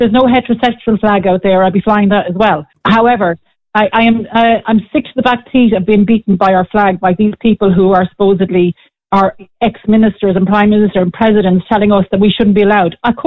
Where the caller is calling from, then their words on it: Ireland; I fly my Irish flag because I'm Irish and I'm proud to be Irish.